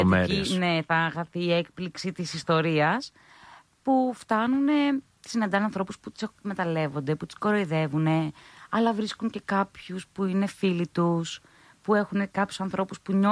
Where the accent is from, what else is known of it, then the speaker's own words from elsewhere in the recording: Greece; Στέλνω μήνυμα, στέλνω email ότι … είμαι ηθοποιός από την Ελλάδα, δεν έχω manager, γιατί δεν έχουμε στην Ελλάδα.